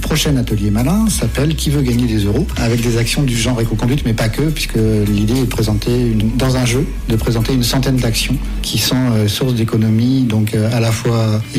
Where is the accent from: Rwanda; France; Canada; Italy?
France; Poule-les-Écharmeaux, Auvergne-Rhône-Alpes; je viens de Poules-les-Écharmeaux, dans le Beaujolais Vert.